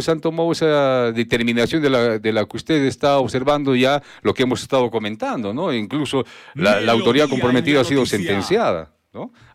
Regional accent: Arequipa, Peru

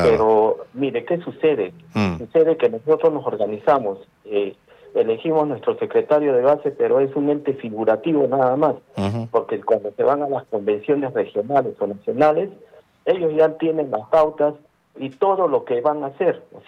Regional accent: Arequipa, Peru; born there; que soy de Arequipa, arequipeño de nacimiento.

